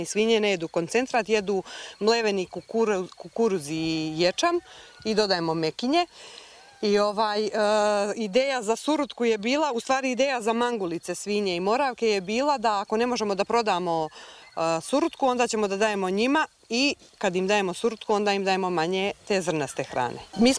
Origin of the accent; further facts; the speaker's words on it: Prijepolje, Šumadija and Western Serbia, Serbia; now in Šumadija, Serbia; to je tradicionalna proizvodnja kod nas u Prijepolju, tako je moja baba spremala, mama, ne znam, prabaka iz priče. I meni je taj sir nekako najlepši. Ovdje u Šumadiji se pravi drugačije